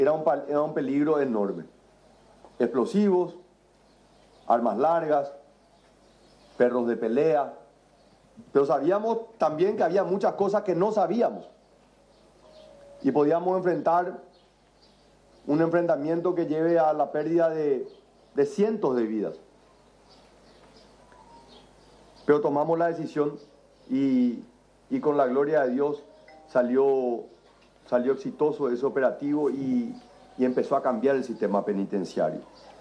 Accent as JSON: {"language": "Spanish", "country": "Paraguay", "said": "nosotros como paraguayos estamos reivindicando."}